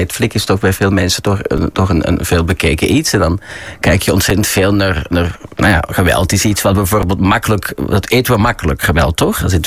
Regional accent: Belgium; moved away as an adult; Nee, ik was 19. Ik kwam van een boerengehucht uit België. Ik kwam in Amsterdam terecht. Ik ging hier studeren, Nederland. Toneelschool.

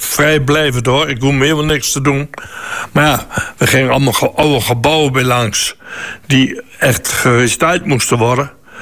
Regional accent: Slagharen, Overijssel, Netherlands; moved away; Ik kom origineel uit Slagharen.

